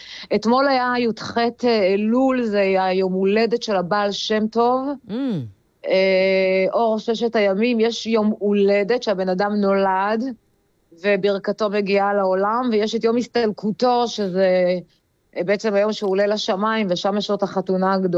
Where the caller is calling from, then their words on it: Ukraine; מאוקראינה.